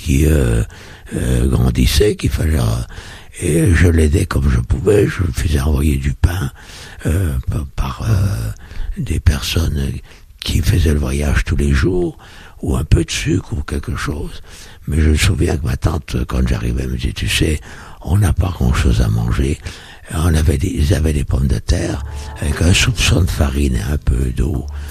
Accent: Auboué, Grand Est, France; also born or lived in Jœuf; Parce que mes parents ont quitté Auboué en 1941. Donc... j'avais plus de pied-à-terre à Auboué, qui était mon pays natal.

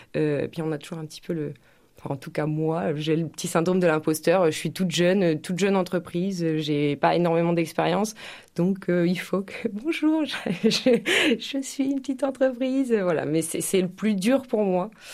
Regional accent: Normandy, France; Donc je suis rentrée ici parce que moi je suis originaire de Normandie, donc je suis rentrée par là

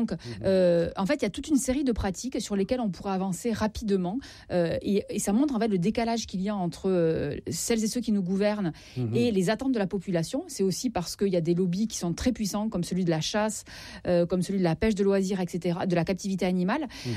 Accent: Southwest France, France; Je suis du Sud-Ouest.

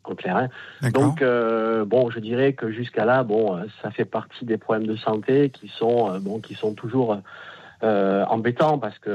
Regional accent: Marseille, Provence-Alpes-Côte d'Azur, France; Bon, là, je suis à Colmar en déplacement professionnel, mais effectivement, je suis natif du sud de la France.

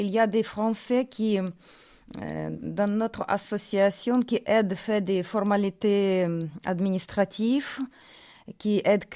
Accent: Ukraine; French is a second language; now in France; il dit que j'ai l'accent russe. Voilà, on tous parle russe, mais maintenant, on parle ukrainienne.

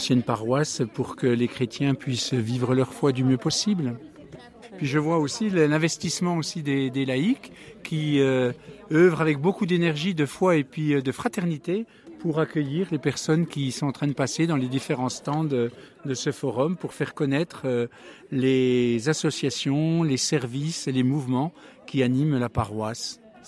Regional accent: Bourgogne-Franche-Comté, France; moved away as an adult; also born or lived in Haut-Doubs; now in Vesoul, France; passé 14 ans dans le Haut-Doubs horloger, Morteau, Le Russey et Mèche. Voilà, je suis originaire de la Haute-Saône. Voilà, je suis d'un village qui s'appelle Roy, à côté de Lure.

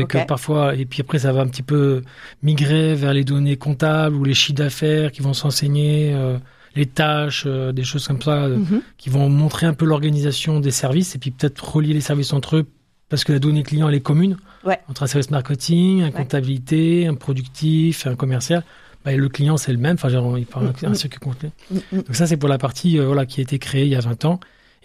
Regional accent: Aix-en-Provence, Provence-Alpes-Côte d'Azur, France; also born or lived in Lille; now in Niort, France; Voilà, je suis né à Lille et mes parents ont déménagé à Aix-en-Provence. Et j'ai fait une partie de mes études à Aix-en-Provence et à Marseille

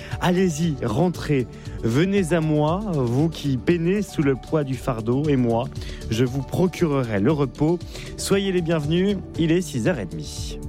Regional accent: Brest, Brittany, France; moved away; J'ai grandi à Brest

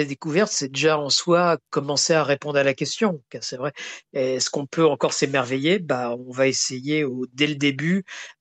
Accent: Nouvelle-Aquitaine, France; moi, je suis originaire de la Creuse

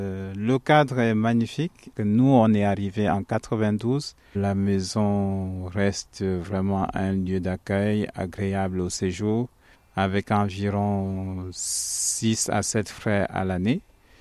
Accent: Cameroon; now in France; Oui, je suis né au Cameroun, j'ai grandi au Cameroun.

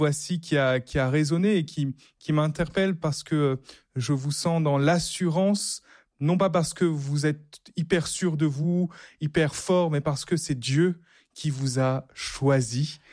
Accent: Réunion; Ça me touche particulièrement parce que moi, je suis réunionnais et Saint François Xavier, c'est le saint patron du diocèse de la Réunion.

